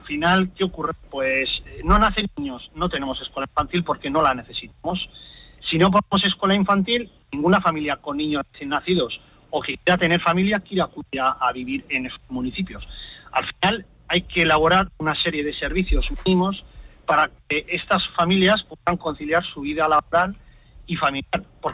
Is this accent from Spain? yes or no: yes; La Rioja, Spain